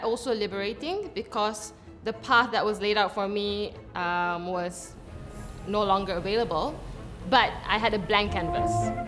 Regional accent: Kuala Lumpur, Malaysia; I am from Kuala Lumpur, Malaysia, and I am a carpenter and entrepreneur.

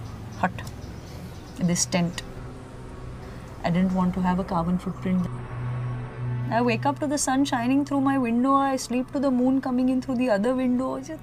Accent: Pune, Maharashtra, India; I am from Pune, India.

